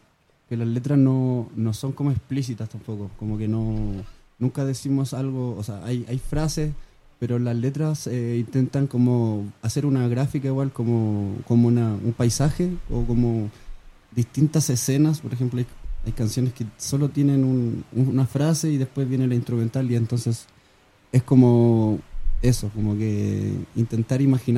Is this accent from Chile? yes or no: yes; Chile; para nosotros como chilenos o como latinos